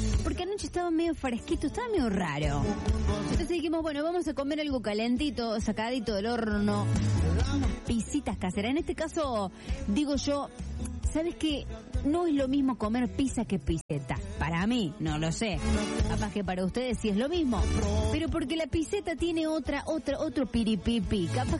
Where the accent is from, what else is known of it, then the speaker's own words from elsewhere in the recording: Río Cuarto, Córdoba, Argentina; Nosotros somos de Río Cuarto, pero andamos con la familia en Carlos Paz.